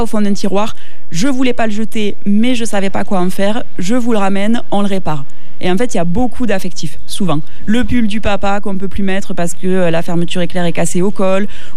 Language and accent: French; Saint-Laurent-d'Aigouze, Occitanie, France; born or raised there